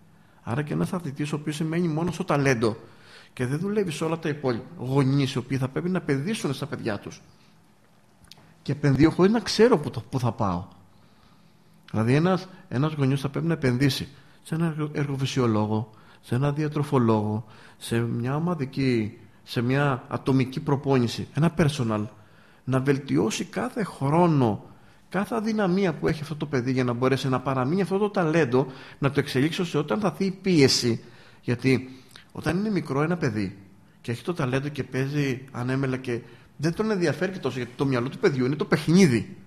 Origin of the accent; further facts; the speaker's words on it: Livadeia, Central Greece, Greece; moved away; also born or lived in Corinth; Και εγώ όταν ήμουν εδώ στο Λοβαδιακό και ήμουν πριν φύγω από τον τόπο μου